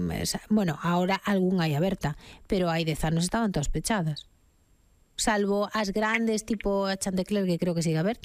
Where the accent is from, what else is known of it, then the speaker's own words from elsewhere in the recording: Ourense, Galicia, Spain; now in Santiago de Compostela, Spain; Bueno, ser son de Ourense, pero vivo aquí desde os 11 anos.